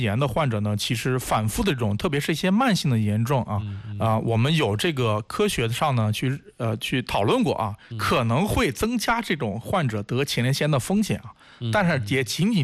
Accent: China

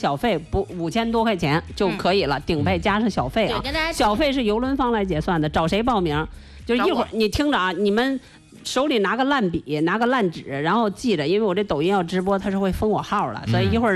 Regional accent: China; 我们中国人对这种度假的状态还不是很熟悉

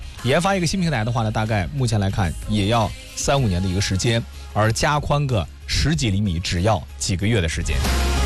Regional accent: China; 所以呢很多人也把这个解释成为说我们中国人买车嘛啊，中国家庭就是想要大。

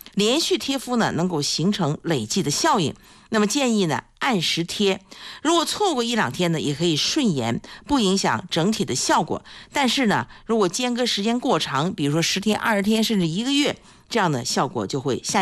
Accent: China

